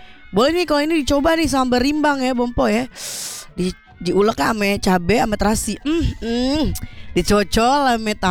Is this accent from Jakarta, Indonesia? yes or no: yes; Jakarta, Indonesia; Saya juga sebagai orang Betawi